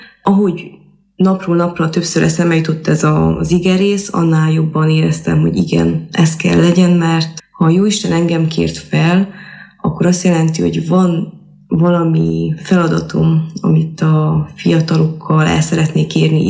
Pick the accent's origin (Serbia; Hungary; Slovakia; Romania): Romania; Miercurea Ciuc, Harghita; now in Târgu Mureș, Romania; Amúgy csíkszeredai vagyok, de most Vásárhelyen élek